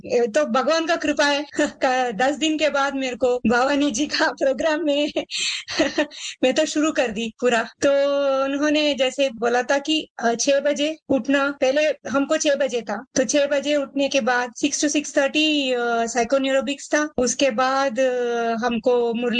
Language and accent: Hindi; Hyderabad, Telangana, India; मैं हैदराबाद से हूँ